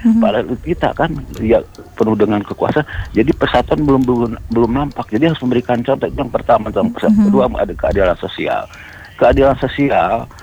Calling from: Indonesia; Saya dari Jawa Barat nih, Pak.

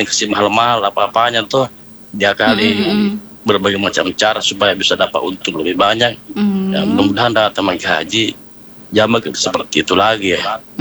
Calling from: Pangkep, South Sulawesi, Indonesia; Saya juga orang Bugis juga, Bugis Pangkep saya.

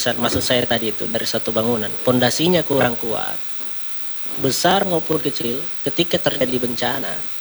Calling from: Palu, Central Sulawesi, Indonesia; Salam kami dari Kota Palu, dari suku Kaili.

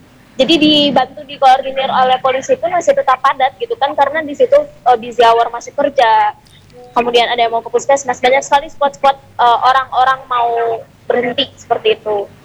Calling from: Cimahi, West Java, Indonesia; sebagai warga Cimahi.

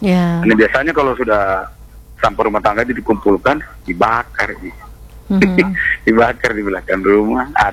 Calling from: South Sulawesi, Indonesia; di sini di Kabupaten Pindrang ini

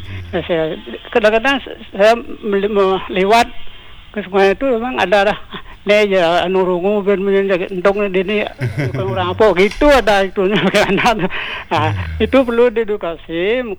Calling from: Denpasar, Bali, Indonesia; Di Denpasar, Pak Agung.

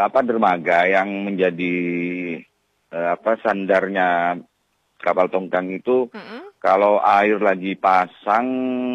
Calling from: East Java, Indonesia; Saya pribadi sebagai warga Talangu

